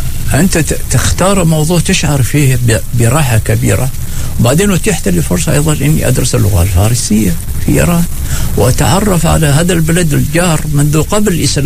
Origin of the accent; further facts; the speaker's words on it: Oman; ولذلك لما كنت في إيران أقول لهم أنا من عمان، قولوا إيش؟ قابوس